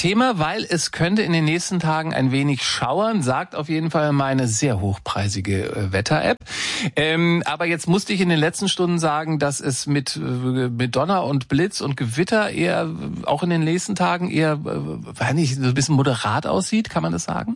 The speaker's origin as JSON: {"language": "German", "region": "Berlin and Brandenburg", "country": "Germany", "said": "Dafür sind wir Berliner und Brandenburger bekannt."}